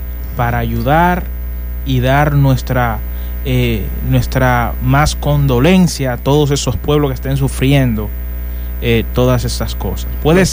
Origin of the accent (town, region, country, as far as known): Dominican Republic